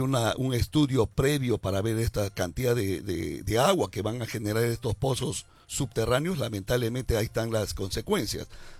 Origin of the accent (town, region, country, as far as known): Piura, Peru